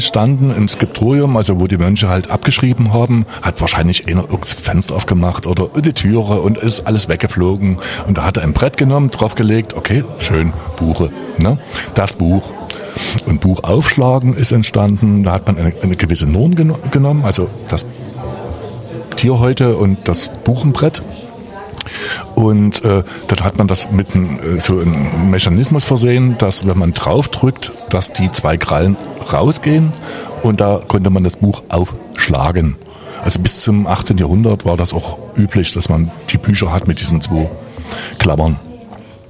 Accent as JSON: {"language": "German", "region": "Scotland", "country": "United Kingdom", "said": "Deswegen als Schotte finde ich immer interessant, dass man mir die Fragen immer stellt."}